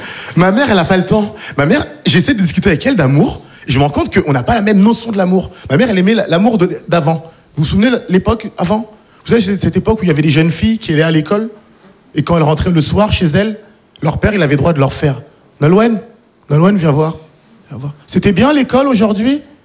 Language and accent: French; Haiti; now in France; Vous savez, je suis haïtien d'origine et je me rends compte que l'argent, c'est très subjectif.